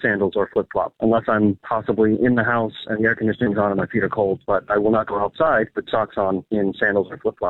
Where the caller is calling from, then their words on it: Roanoke, Virginia, United States; from Roanoke.